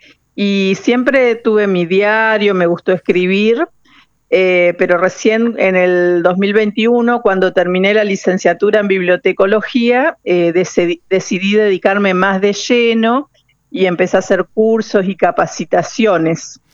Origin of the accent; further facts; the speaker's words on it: Crespo, Entre Ríos, Argentina; moved away as an adult; now in Esperanza, Argentina; Si bien yo nací en Entre Ríos, nací en Crespo, a los 21 años me vine a vivir a Esperanza, así que bueno, ahora sí vivo acá